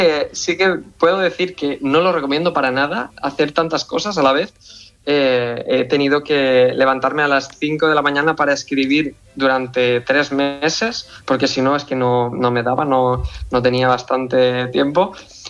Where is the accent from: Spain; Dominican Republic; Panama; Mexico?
Spain; Tavernes de la Valldigna, Valencian Community; born or raised there